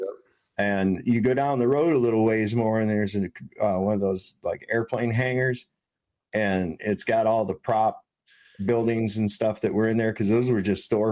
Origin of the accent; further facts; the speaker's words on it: Michigan, United States; moved away as an adult; also born or lived in California; now in Virginia, United States; I grew up just outside of Detroit.